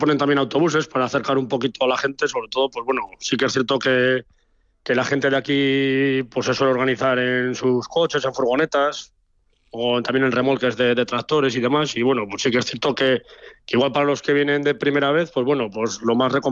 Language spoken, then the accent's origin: Spanish; Haro, La Rioja, Spain; para todos los que somos de Aro.